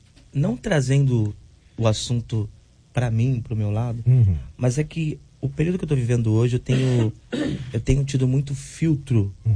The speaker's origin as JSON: {"language": "Portuguese", "region": "São Paulo", "country": "Brazil", "said": "Eu sou paulista, moro em São Paulo, não moro aqui no Rio."}